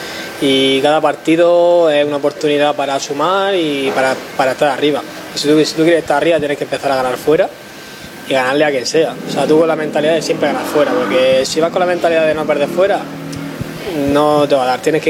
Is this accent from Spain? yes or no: yes; Murcia, Region of Murcia, Spain; Yo también soy bastante murciano